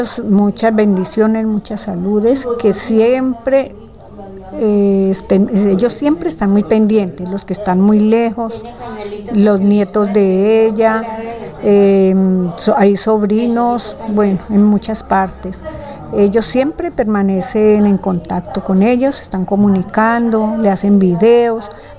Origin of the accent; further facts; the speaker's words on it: Santa Rosa, Colombia; Nosotros también somos de acá, de Santa Rosa, todos los hijos somos de Santa Rosa